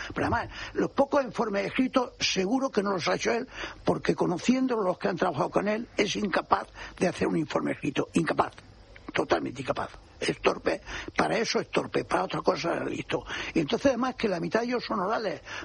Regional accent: Spain; pero yo soy un español normal

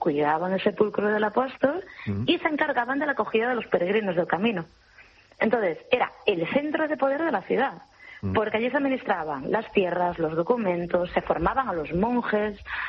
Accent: Galicia, Spain; Pero bueno, he traído también un pequeño detallito de mi tierra.

